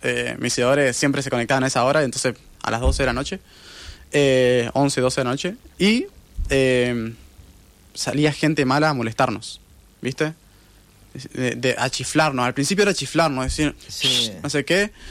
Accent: Real del Padre, Mendoza, Argentina; Yo soy de Real Padre.

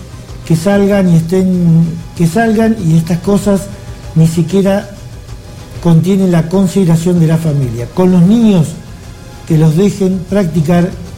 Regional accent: General Roca, Río Negro, Argentina; somos una familia de General Roca

